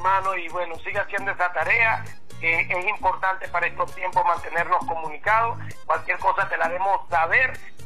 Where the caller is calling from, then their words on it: Ciudad Bolívar, Bolívar, Venezuela; desde Ciudad Bolívar estamos en varios puntos